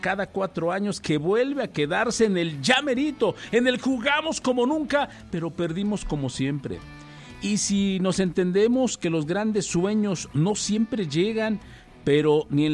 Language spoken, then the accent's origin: Spanish; Mexico; millones de mexicanos estuvimos frente a la pantalla